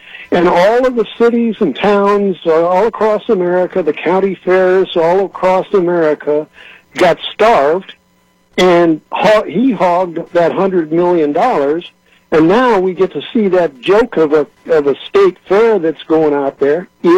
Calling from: California, United States

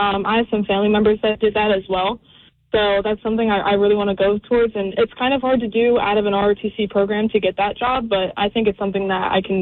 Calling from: Cherry Hill, New Jersey, United States; Hi, I'm calling from Cherry Hill, New Jersey.

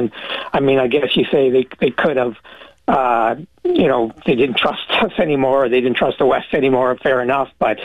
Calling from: Richmond, British Columbia, Canada; as a Canadian

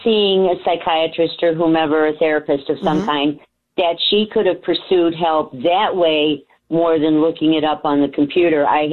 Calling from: Chicago, Illinois, United States

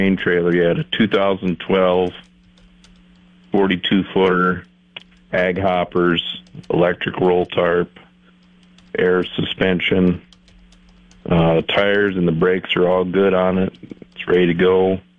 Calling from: Geddes, South Dakota, United States; from Geddes.

